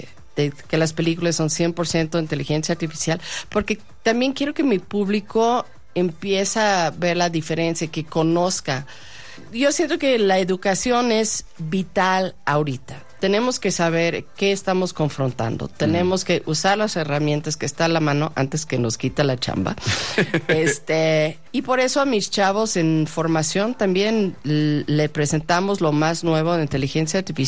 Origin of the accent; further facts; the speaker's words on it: San Miguel de Allende, Guanajuato, Mexico; Así es, mi pueblo.